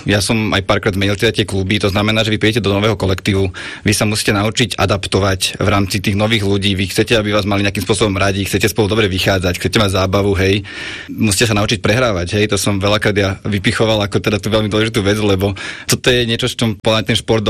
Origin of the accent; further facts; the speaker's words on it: Bratislava, Bratislava Region, Slovakia; Dobrý deň … pochádzam z Bratislavy. Konkrétne teda z Lamača, kde som aj vyrastal, pri futbalovom ihrisku